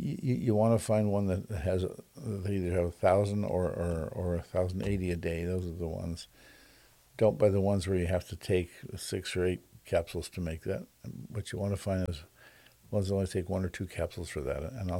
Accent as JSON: {"language": "English", "region": "Midwest", "country": "United States", "tie": "born or raised there", "said": "I grew up in the Midwest."}